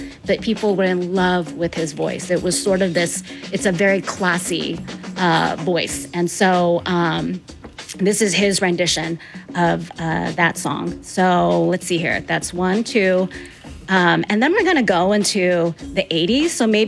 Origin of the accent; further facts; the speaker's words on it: Olympia, Washington, United States; he ended up in Olympia, Washington, which is my hometown.